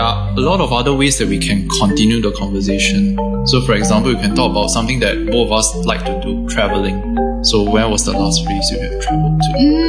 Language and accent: English; Singapore; So, I'm from Singapore, and it's a pleasure to be here to actually speak to you